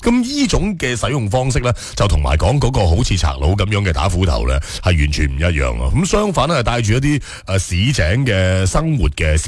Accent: Guangdong, China; 即係我哋广东人讲呢

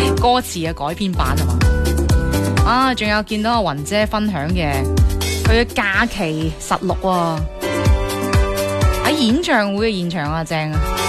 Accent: Guangdong, China; 广式早茶是非常受欢迎，也是我们广东人的社交方式之一。

